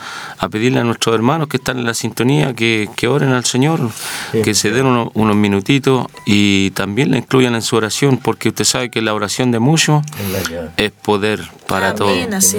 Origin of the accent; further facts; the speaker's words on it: Chile; nosotros como chilenos, como hijos de Dios